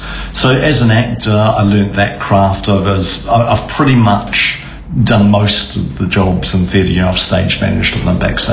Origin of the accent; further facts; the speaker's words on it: New Zealand; moved away as an adult; also born or lived in Scotland; now in Liverpool, United Kingdom; I'm not a Scouser born and bred. I'm originally from New Zealand.